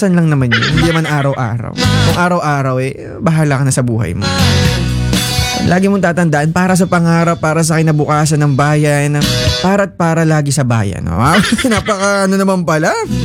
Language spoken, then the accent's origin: Tagalog; Echague, Cagayan Valley, Philippines; Ma-shoutout po, taga-Etiague ako.